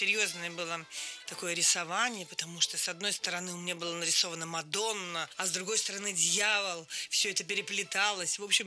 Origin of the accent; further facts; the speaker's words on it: Voronezh, Voronezh Oblast, Russia; now in Moscow, Russia; Я приехала из Воронежа в Москву и ночевала у них в квартире.